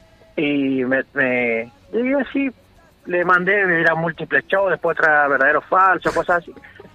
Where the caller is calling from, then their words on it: El Challao, Mendoza, Argentina; Yo ahora estoy llegando a casa acá en el Chayao.